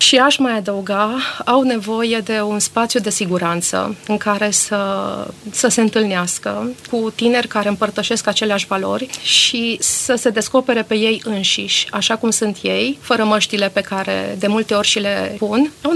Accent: Târgu Mureș, Mureș County, Romania; born there; Eu m-am născut în Târgu Mureș

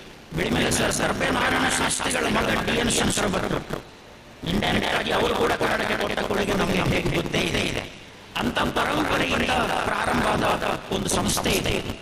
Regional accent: Kasaragod, Kerala, India; Kannada is a second language

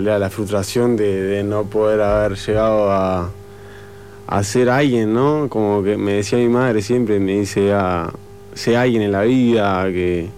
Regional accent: Rocha, Uruguay; moved away; No, soy de Rocha yo.

